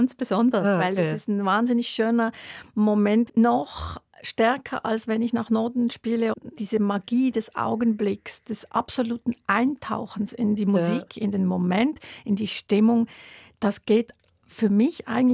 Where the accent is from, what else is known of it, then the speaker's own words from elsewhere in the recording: Switzerland; Bei uns als Schweizerin, genau.